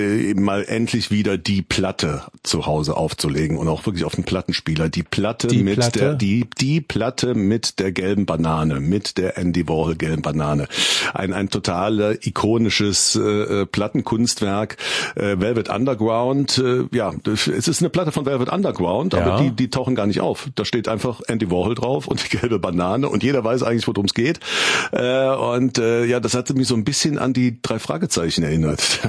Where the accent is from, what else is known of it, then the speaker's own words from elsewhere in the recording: Cologne, North Rhine-Westphalia, Germany; ich bin ja ein Kölsche Junge